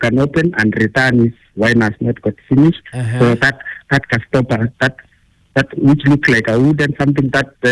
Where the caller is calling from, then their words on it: Nairobi, Kenya; I'm calling from Nairobi, but right now I'm out of town, but I'm in Nairobi.